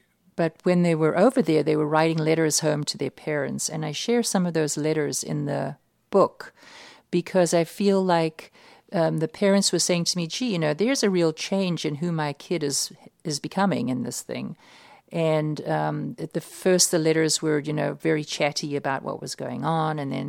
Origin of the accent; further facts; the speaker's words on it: United States; I'm here. I'm here. I'm an American.